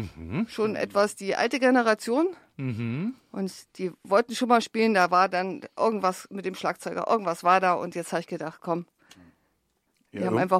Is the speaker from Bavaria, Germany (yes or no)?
no; Weimar, Thuringia, Germany; ist ein ganz alter Freund von mir, ich komme ja auch aus Weimar, der Volle.